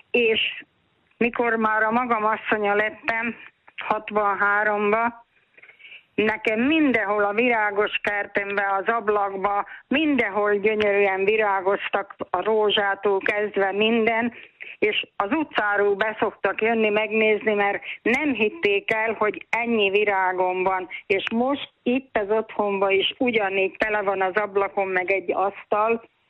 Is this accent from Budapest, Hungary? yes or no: yes; Budapest, Hungary; born there; én a háború alatt születtem Pesten, és onnan a nagymamám hozott el, mert az édesanyám szolgáló volt